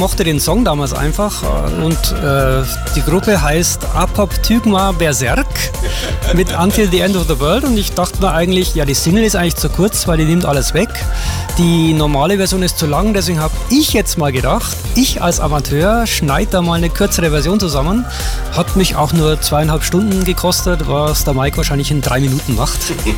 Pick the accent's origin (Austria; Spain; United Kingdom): Spain; Ich habe so als Spanier 2 Nachnamen, vom Vater, von der Mutter